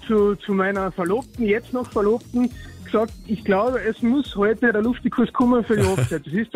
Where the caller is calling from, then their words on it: Klagenfurt, Carinthia, Austria; In Klagenfurt, ja genau, ja. Wir kommen aus Klagenfurt.